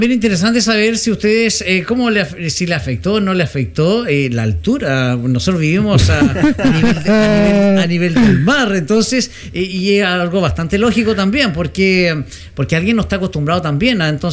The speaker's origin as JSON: {"language": "Spanish", "country": "Chile"}